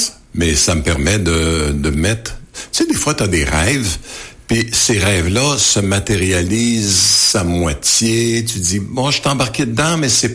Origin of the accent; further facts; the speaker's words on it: Rimouski, Quebec, Canada; Mais j'ai grandi à Rimouski, je suis un gars du coin, là.